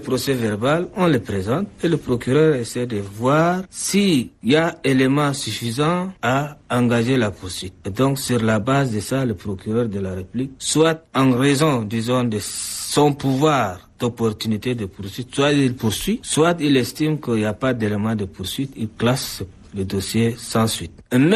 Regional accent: Chad; Par exemple, chez nous au Tchad, dans la plupart des cas, on a ce qu'on appelle nos chefs de race et autres qui se réunissent quand il y a une infraction

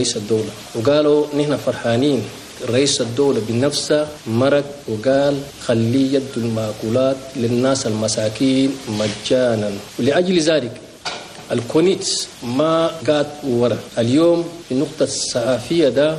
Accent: Chad; نحن التجار هنا تشاد

